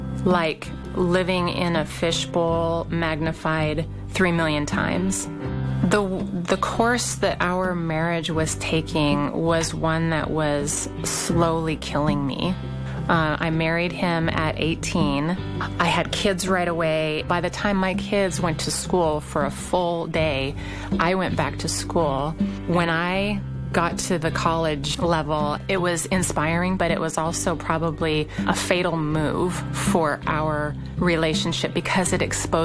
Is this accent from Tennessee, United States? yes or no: no; Garden Grove, California, United States; I grew up in Garden Grove, California.